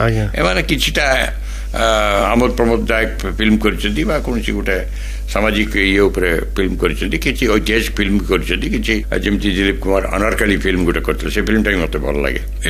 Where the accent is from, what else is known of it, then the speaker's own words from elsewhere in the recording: Rairangpur, Odisha, India; ସେ ମୟୂରଭଞ୍ଜ ଷ୍ଟେଟରେ ଚାକିରି କଲେ, ମୁଁ ଜନ୍ମ ରାଇରଙ୍ଗପୁରରେ, ଏଠିକା ଲୋକ, ଏଠିକା ଜଳବାୟୁ, ଏଠିକା ପରିବେଶ ସବୁଥିରେ ମୁଁ ହେଲି।